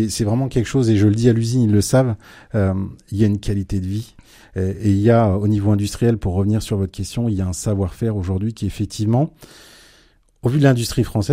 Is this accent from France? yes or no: yes; Hauts-de-France, France; Je pense que moi, je viens de l'Oise, hein. Le week-end, ma maison est sur Amiens, mais je découvre l'Orne semaine après semaine depuis 7 mois.